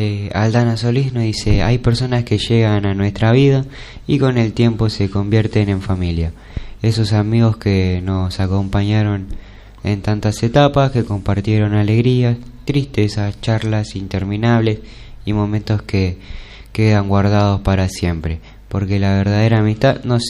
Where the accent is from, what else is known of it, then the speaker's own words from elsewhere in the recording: Argentina; Como argentino, uno siente un orgullo enorme de ver a nuestra selección llegar nuevamente hasta lo más alto